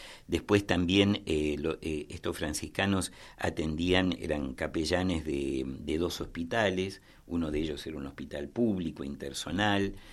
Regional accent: Bahía Blanca, Buenos Aires Province, Argentina; Sí, yo nací en Bahía Blanca. Y en Bahía Blanca me crié en el barrio obrero de Villa Mitre

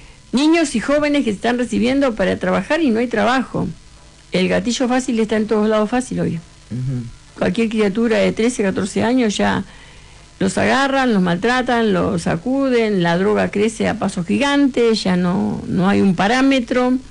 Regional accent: Argentina; me duele el alma decir que soy argentina

